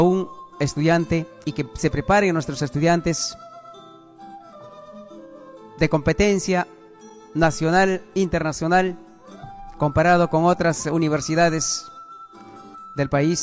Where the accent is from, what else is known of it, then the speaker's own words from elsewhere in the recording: Apurímac, Peru; now in Cusco, Peru; distrito de Akira, del distrito de Mara, Chalhuahuacho, que son próximos allí. Gratos recuerdos de esta mi tierra.